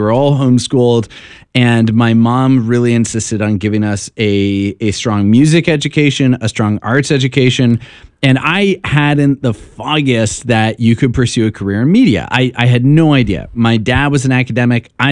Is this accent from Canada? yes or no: yes; Saint John, New Brunswick, Canada; born there; I am from Canada. I was born in St. John's, New Brunswick. My family is from the Maritime Provinces up there in the 51st state.